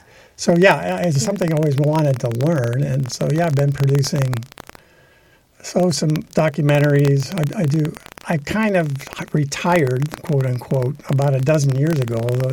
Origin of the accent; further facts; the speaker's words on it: East Lansing, Michigan, United States; moved away as an adult; now in Humboldt County, United States; I grew up in East Lansing, Michigan, was in pre-med at Michigan State in the 67.